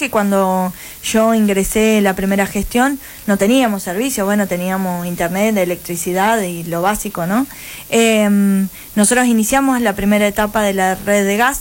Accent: Buchardo, Córdoba, Argentina; nosotros que los que somos de Buchardo

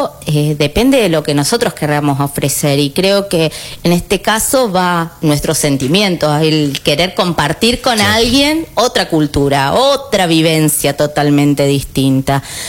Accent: Argentina; los argentinos tenemos esto de siempre tenemos un platito más de comida

